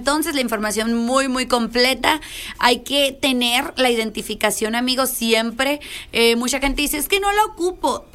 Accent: Mexico

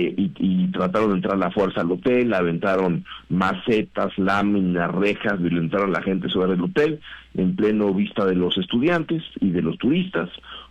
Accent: Mexico; Y creo que es una línea que, como mexicanos unos contra otros, aunque pensemos muy distinto, no se debe de cruzar.

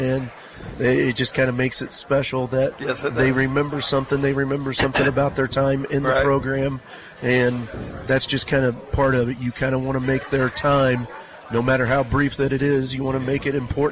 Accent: Indiana, United States; moved away; doing it kind of back in my hometown there.

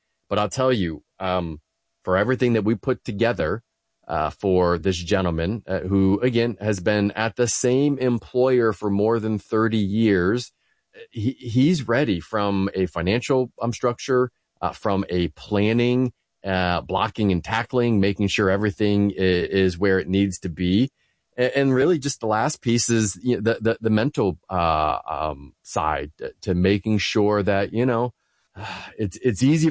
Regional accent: Ohio, United States; born or raised there

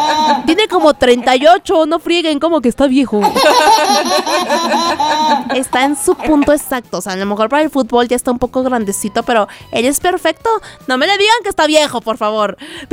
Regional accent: Mexico; Pero lo que sí me conmovió ayer a mí como mexicana, como persona que ha crecido de la mano de este señorón Guillermo Ochoa, fue su despedida.

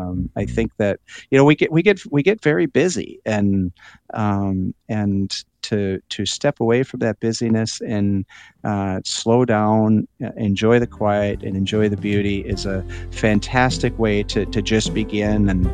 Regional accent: Midwest, United States; I'm from the Midwest. Deserts aren't part of my life.

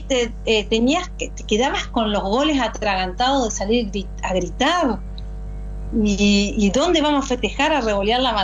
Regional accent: Entre Ríos, Argentina; yo que vengo de Entre Ríos, te podrás imaginar que canciones de hay un chamamé de Concordia que es muy lindo, que a ver

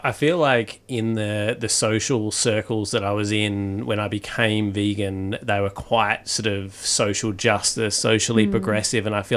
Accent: Perth, Western Australia, Australia; now in Melbourne, Australia; So I'm from Perth originally, which is, and you know, is more socially conservative than Melbourne. I now play ice hockey in Melbourne

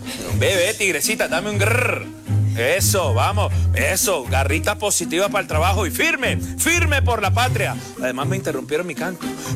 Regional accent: Italy; Spanish is a second language; Mira, yo también soy italiano, entonces aquí se trabaja también con el horario de Europa

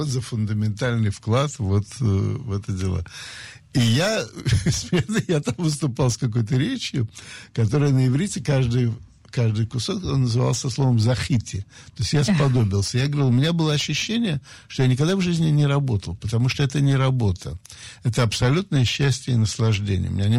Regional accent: Saint Petersburg, Russia; я мальчик питерский

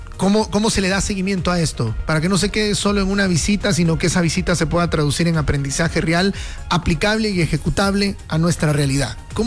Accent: Guatemala

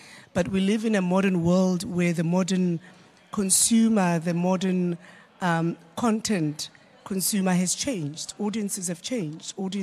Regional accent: Johannesburg, Gauteng, South Africa; So the reality is that I grew up in Rockville in Soweto.

